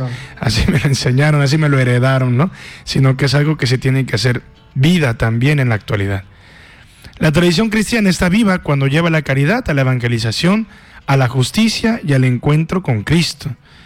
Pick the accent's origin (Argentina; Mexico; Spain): Mexico; somos mexicanos